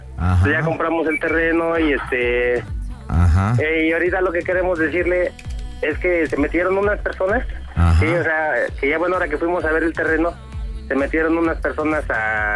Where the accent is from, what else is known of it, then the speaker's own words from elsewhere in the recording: Ecatepec, State of Mexico, Mexico; No, de hecho, aquí vengo a entregar, yo soy de Catepec.